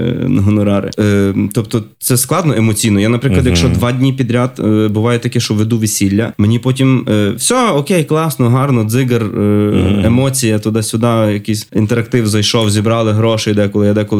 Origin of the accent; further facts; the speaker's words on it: Lviv, Lviv Oblast, Ukraine; Я сам з Львова.